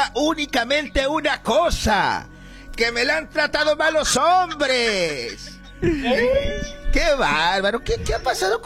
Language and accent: Spanish; Badiraguato, Sinaloa, Mexico; Oye, es que es muy bonito, la verdad. Yo soy de Badiraguato, mija